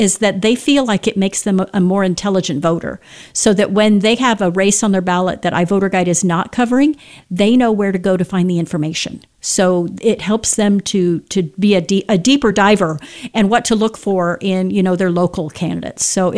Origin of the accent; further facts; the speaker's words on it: Missouri, United States; Missouri, my home state